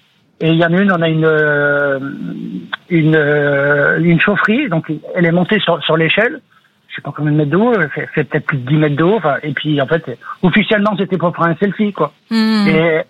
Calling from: Villeurbanne, Auvergne-Rhône-Alpes, France; De Villeurbanne, dans le Rhône.

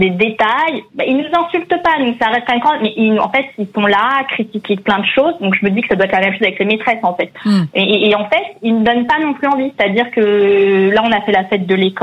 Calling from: Massy, Île-de-France, France; Je suis dans Massy, dans l'Essonne.

